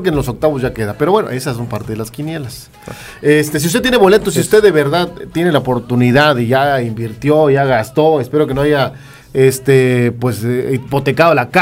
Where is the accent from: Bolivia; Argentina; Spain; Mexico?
Mexico